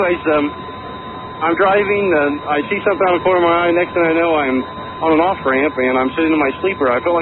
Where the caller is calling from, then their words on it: Indianapolis, Indiana, United States; I come back from Illinois going towards Indianapolis, so I'm calling from Indianapolis.